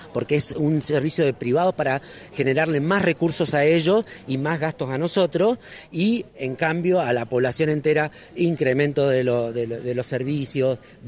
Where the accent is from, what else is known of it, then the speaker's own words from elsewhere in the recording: Argentina; esto que nos está sucediendo como argentinos, no es una cuestión individual, es una cuestión colectiva